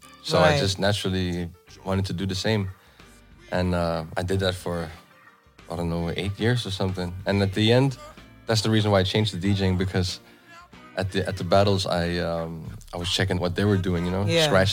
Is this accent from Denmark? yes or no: yes; Denmark; I grew up with a big family in Denmark I'm from the Philippines. And in the 70s, my whole family actually came here. So I was born in 89